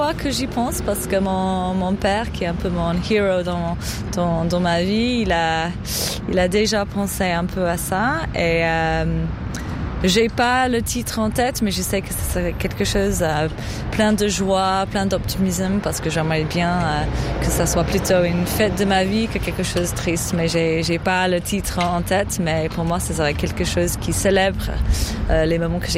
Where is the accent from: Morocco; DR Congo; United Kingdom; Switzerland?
United Kingdom; England; French is a second language; moved away; je suis anglaise